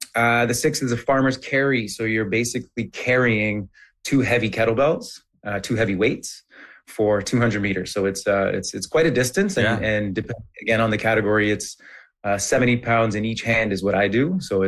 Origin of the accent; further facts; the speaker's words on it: Ottawa, Ontario, Canada; it's great to have HYROX come to my hometown here in Ottawa.